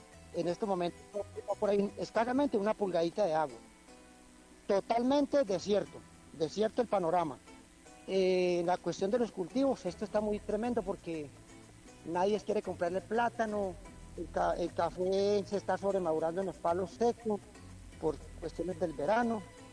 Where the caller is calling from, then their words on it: La Celia, Risaralda, Colombia; Aquí me encuentro en la Celia Risaralda, vereda Caimalito Alto.